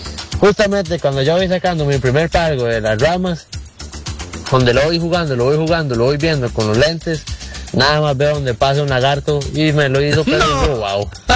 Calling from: Quepos, Puntarenas, Costa Rica; muchas de las que he vivido aquí en Quepus

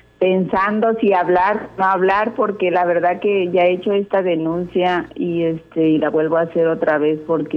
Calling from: Mérida, Yucatán, Mexico; Nosotros vivimos aquí en la colonia Santa Rita, Cholul

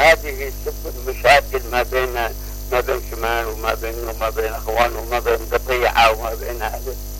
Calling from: Sanaa, Amanat Al Asimah, Yemen; نحن عايشين في صنعاء.

